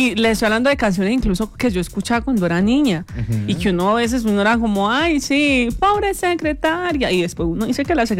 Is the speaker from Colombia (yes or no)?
yes; Paisa region, Colombia; Y porque soy paisa.